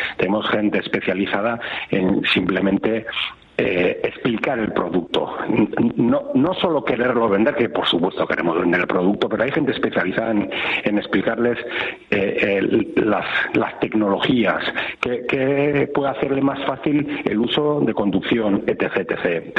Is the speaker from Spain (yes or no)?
yes; Basque Country, Spain; el personal que lidera el proyecto, partiendo de mí y del resto del personal, somos todos de Euskadi.